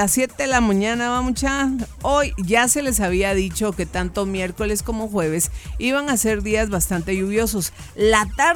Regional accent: Alta Verapaz, Guatemala; en mi pueblito natal

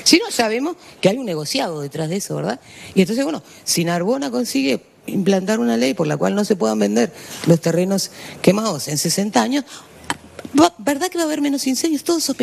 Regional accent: Uruguay; now in Barcelona, Spain; soy una uruguaya internacionalmente muy conocida, posiblemente soy la uruguaya más conocida en todo el mundo.

